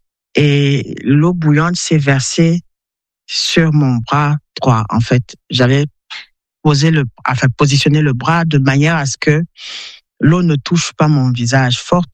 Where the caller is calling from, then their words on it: Yaoundé, Centre, Cameroon; j'ai 40 ans, j'appelle depuis Yaoundé.